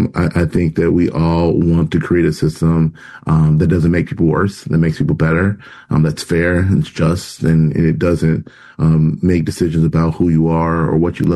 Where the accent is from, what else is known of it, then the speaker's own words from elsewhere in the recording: Chicago, Illinois, United States; I was born in South Shore and raised in West Plumman and currently reside in Morgan Park.